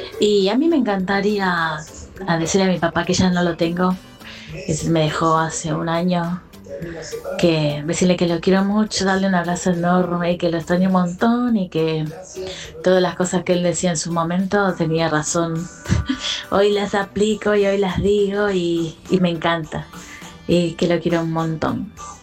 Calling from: Morón, Buenos Aires Province, Argentina; Hola, Radio Latina, ¿cómo están?

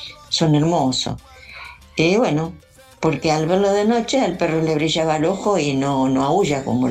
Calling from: Rosario, Santa Fe, Argentina; de Rosario

